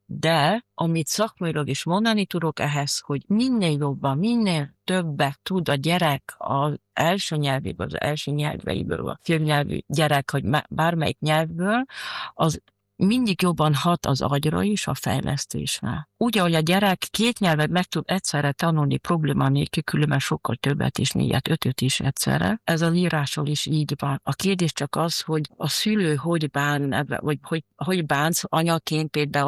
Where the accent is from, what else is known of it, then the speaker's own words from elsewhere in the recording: Graz, Styria, Austria; Én itt nőttem fel Grazban, itt jártam iskolában, és akkor nem volt még ilyen első nyelvi oktatás Grazban.